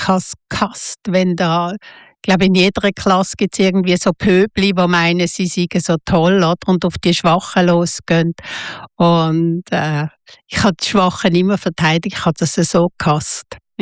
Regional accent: Basel, Basel-Stadt, Switzerland; ich bin in Basel aufgewachsen, oder?

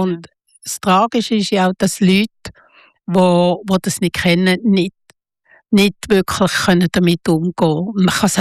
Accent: Basel, Basel-Stadt, Switzerland; Das ist so Jugendhauszeit gewesen und ich bin in Basel aufgewachsen, oder?

